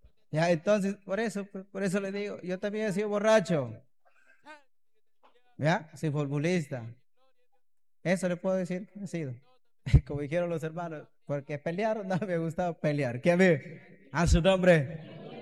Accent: Peru; moved away as an adult; now in Olmos, Peru; yo soy de Pasaje Norte, de un caserío que se llama Pasaje Norte, un caserío pequeñito. Ahí nací yo

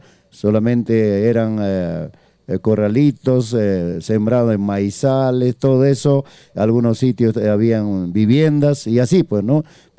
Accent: Ancash, Peru; como yo soy de Coyur

